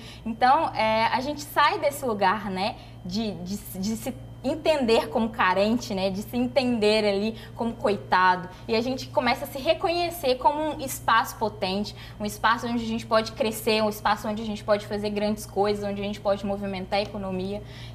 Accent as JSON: {"language": "Portuguese", "region": "Minas Gerais", "country": "Brazil", "lives_now": "Pernambuco, Brazil", "said": "Eu, por exemplo, sou de favela, né, sou de uma favela de Minas Gerais, estou aqui em Pernambuco."}